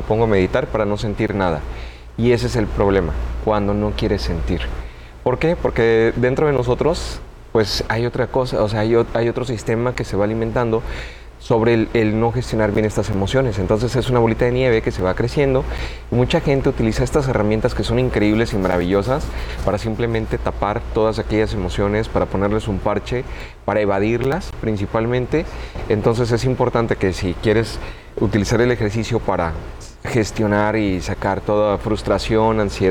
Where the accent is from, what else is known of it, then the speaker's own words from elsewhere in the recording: Mexico; Fernando y yo estamos, que somos mexicanos